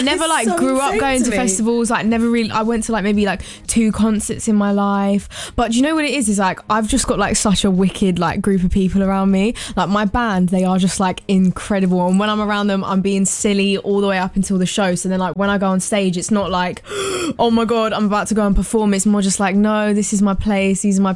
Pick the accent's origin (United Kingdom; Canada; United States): United Kingdom; London; I am a Londoner born and raised